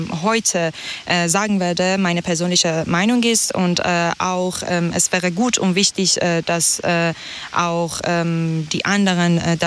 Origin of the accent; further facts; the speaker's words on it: Iran; moved away as an adult; now in Germany; Ich bin eigentlich im Iran geboren und da aufgewachsen.